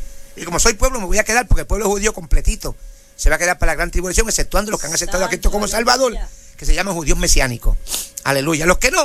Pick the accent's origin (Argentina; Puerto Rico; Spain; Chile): Puerto Rico; Yo soy puertorriqueño